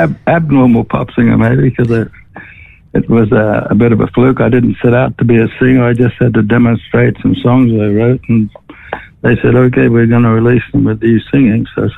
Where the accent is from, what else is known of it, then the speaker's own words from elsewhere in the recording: Australia; moved away as an adult; also born or lived in England; I am Australian. I was brought up in the country area. But I went overseas when I was about 18 or 19. And I worked a lot overseas, and particularly in England and BBC.